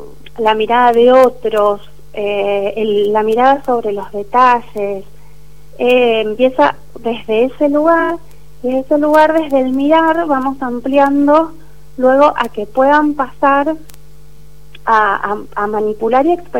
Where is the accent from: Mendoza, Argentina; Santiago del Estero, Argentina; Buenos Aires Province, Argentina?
Mendoza, Argentina; moved away as an adult; now in Buenos Aires, Argentina; en principio soy mendocina.